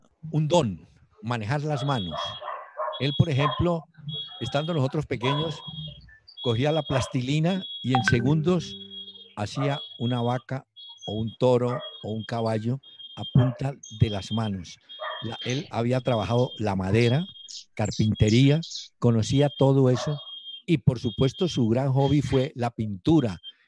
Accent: Cali, Valle del Cauca, Colombia; born there; mis padres sí eran de Montenegro. Yo nací en Cali porque nos fuimos, ellos se fueron a vivir muy pronto a Cali.

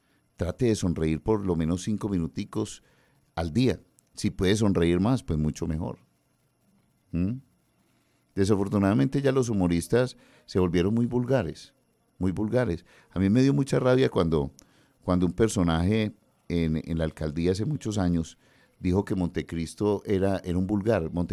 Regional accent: Medellín, Antioquia, Colombia; yo me crié en una casa en Prado Centro y esas casas de Prado Centro tienen un frente muy cortico, un frente de 4 metros, 5 metros.

